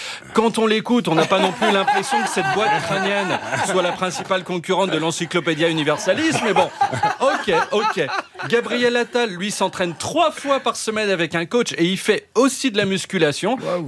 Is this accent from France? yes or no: yes; France; je suis français moi aussi.